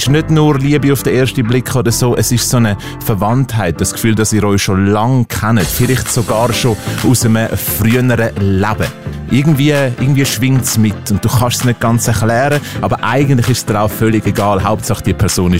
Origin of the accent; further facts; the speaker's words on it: Zurich, Switzerland; bei uns in Zürich